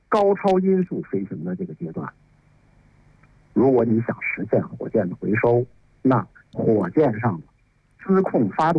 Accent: China

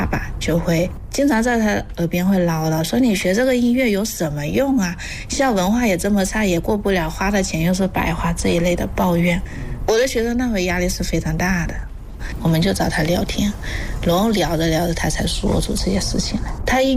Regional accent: Guangdong, China; born there

